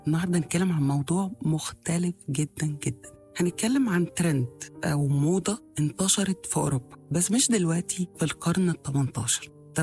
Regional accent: Egypt; بالنسبة لنا إحنا كمصريين

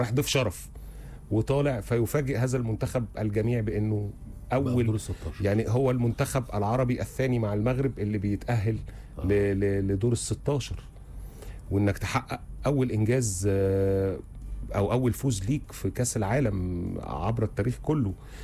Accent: Egypt; غريب جدا عندنا إحنا كمصريين، إحنا شعب ذكي بيعرف يلقط الكلام اللي بيعبر عنه.

